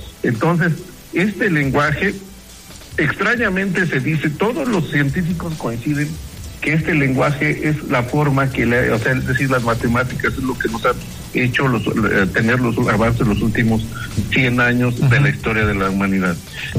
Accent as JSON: {"language": "Spanish", "country": "Mexico", "said": "como mexicanos y como mexicanos todos"}